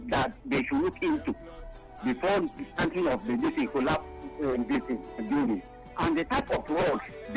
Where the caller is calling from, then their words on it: Port Harcourt, Rivers, Nigeria; Good morning … from Port Harcourt.